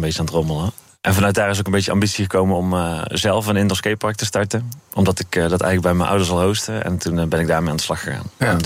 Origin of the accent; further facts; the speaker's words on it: Breda, North Brabant, Netherlands; Ik kom zelf oorspronkelijk uit Breda.